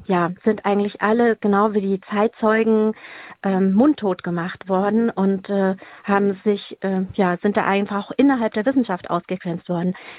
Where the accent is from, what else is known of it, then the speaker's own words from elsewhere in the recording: Bavaria, Germany; ich bin ja aus Bayern